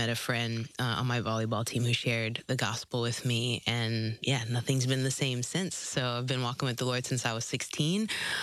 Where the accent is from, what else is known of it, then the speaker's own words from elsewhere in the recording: Orlando, Florida, United States; also born or lived in Philippines; No, I was born in the Philippines, like I said, but raised here in Orlando, not too far from here.